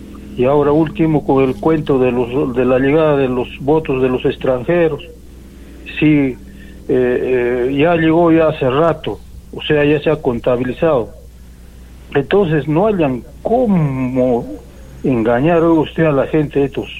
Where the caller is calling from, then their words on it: Arequipa, Peru; yo soy personero de JP en un pueblito bien lejano acá de Cayoma.